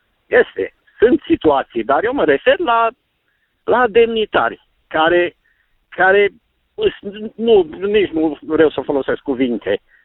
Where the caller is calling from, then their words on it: Cluj-Napoca, Cluj County, Romania; din Cluj.